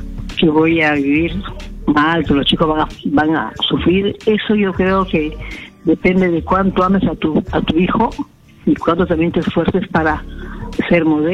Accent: Lima, Peru; born there; now in Lambayeque, Peru

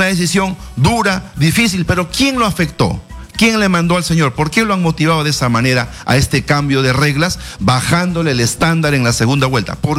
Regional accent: Peru

